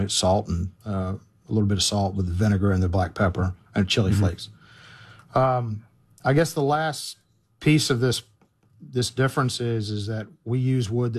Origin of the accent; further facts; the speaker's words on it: Memphis, Tennessee, United States; born there; I was born in Memphis.